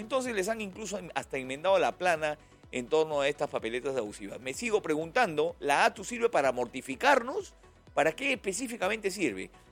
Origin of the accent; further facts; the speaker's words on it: Peru; A veces uno tiene que decir las cosas como los peruanos la hablamos, pues tampoco claro.